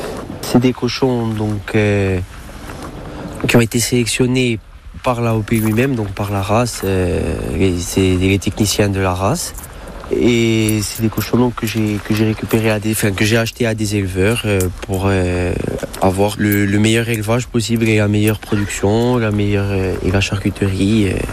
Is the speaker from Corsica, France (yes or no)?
yes; Moriani, Corsica, France; also born or lived in Ouchane, near Bastia; Je suis de Morgnagne, on va dire, de la plaine orientale, et de Ouchane, donc en dessous de Bastia. J'ai voulu m'installer à Ouchane